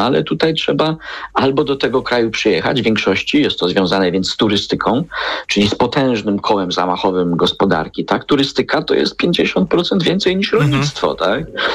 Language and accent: Polish; Toruń, Kuyavian-Pomeranian Voivodeship, Poland; ja jestem z Torunia